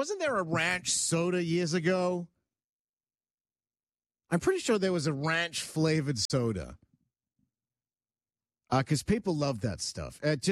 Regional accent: Australia; now in Canada; Now, look, when I go back to Australia, I'm a Canadian now, but when I go back to Australia, there is a list of things that have to come back with me to North America

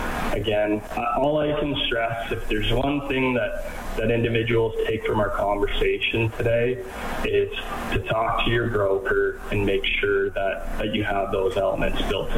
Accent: Red Deer, Alberta, Canada; I was born and raised in Red Deer, right in between, you know, Calgary and Edmonton

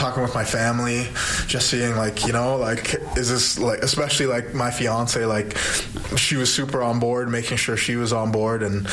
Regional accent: Brampton, Ontario, Canada; I got to bring it back to my hometown. I got to bring it to the city of Brampton, and I got to bring it to my high school and my elementary school

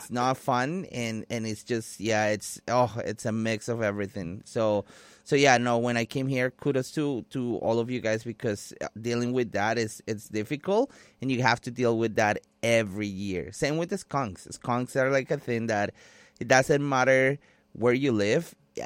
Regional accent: Colombia; now in Canada; so I'm not originally from here. People know that I'm from Colombia. And if you don't know, well, now you know.

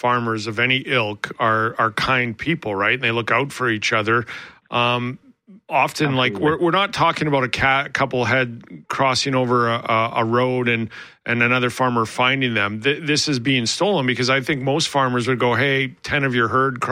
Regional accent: Alberta, Canada; I'm going from when I grew up in Alberta and how they would handle the cattle and the livestock there too.

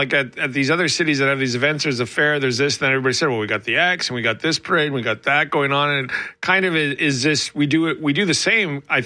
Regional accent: Lethbridge, Alberta, Canada; I'm from Lethbridge, Alberta. They have Whoop Up Days and there's always a parade and a curtain days.

